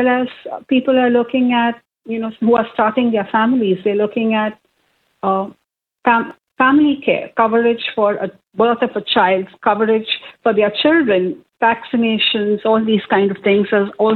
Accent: India; So, Mildred, going back to the days, I come from India and one of the things that whenever I was employed, We had a medical health checkup

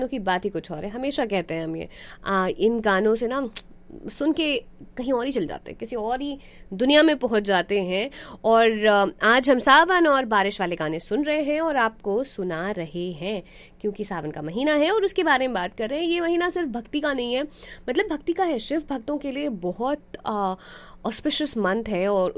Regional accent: Bihar, India; मुझे पता है मैं बिहार से हूँ तो लोग बाबा धाम जाते हैं, पैदल चलते हैं

